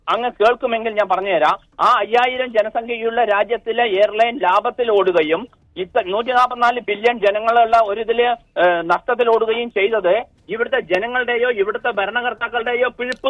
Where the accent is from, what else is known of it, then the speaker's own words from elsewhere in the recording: Palakkad, Kerala, India; അപ്പൊ ഞാൻ പാലക്കാട്ടുകാരനാണ്.